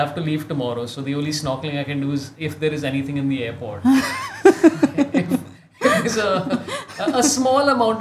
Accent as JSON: {"language": "English", "country": "India", "said": "My people, which is the Indians"}